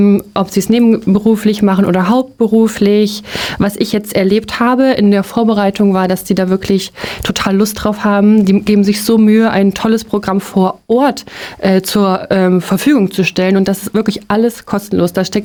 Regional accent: Rotenburg an der Fulda, Hesse, Germany; Ich komme aus Rothenburg

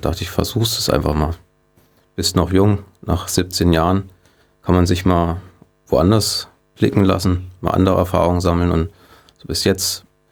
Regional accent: Niederhone, Hesse, Germany; Und das war ich damals auch in meinem Heimatort in Niederhohne.

